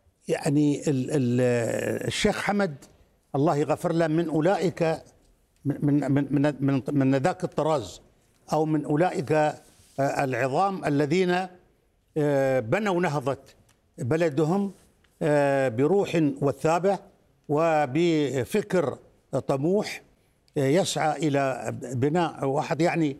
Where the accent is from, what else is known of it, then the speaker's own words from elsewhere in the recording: Qatar; لا نقول هذا الكلام ولا نقوله كقطريين من باب المجاملة